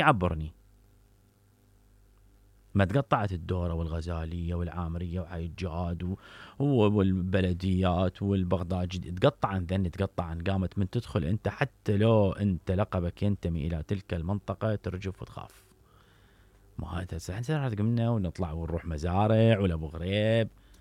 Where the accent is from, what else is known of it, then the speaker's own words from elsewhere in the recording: Iraq; تعبت أنا مواطن عراقي، تعبت أخي، أنا مواطن، الله خلقني من يوم الله خلقني في هذه الأرض